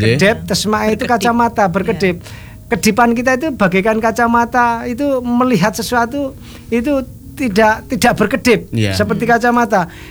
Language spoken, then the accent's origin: Indonesian; Java, Indonesia; Tetapi kita dengan cara kita masing-masing sebagai orang Jawa